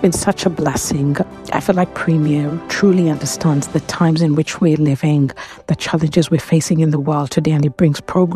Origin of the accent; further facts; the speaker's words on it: London, United Kingdom; moved away as an adult; I am from London.